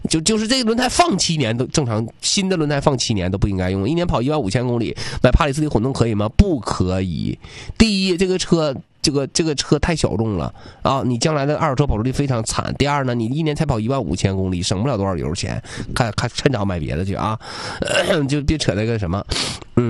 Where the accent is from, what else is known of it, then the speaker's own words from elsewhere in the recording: Changchun, Jilin, China; 我长春人，我必买速腾，毫无疑问啊！而且就是我作为长春人的情怀，我不支持一汽，谁支持一汽？我作为长春人不支持一汽，谁支持